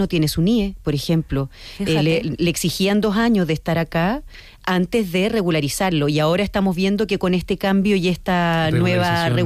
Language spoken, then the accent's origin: Spanish; Chile; now in Spain; la verdad que somos muy chilenos